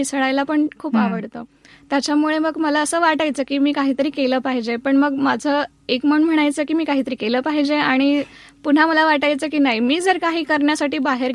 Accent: Chalisgaon, Maharashtra, India; moved away as an adult; now in Nashik, India; मी मूळची म्हणजे माझं माहेर चाळीसगावचं, आणि सासरे चाळीसगाव जवळच एक गाव आहे.

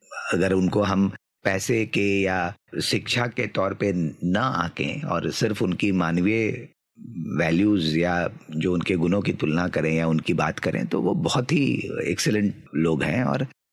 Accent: Muzaffarpur, Bihar, India; moved away as an adult; now in Nashik, India; करीब 8-10 साल से हमारा बेस नासिक में ही है, तो आप अभी मुझे नासिक का भी कह सकते हैं, लेकिन मेरा जन्म बिहार के एक शहर मुजफ्फरपुर में हुआ, और शुरुआती की पढ़ाई मैंने वहीं करी, पेरेंट्स भी मेरे वहीं पे थे।

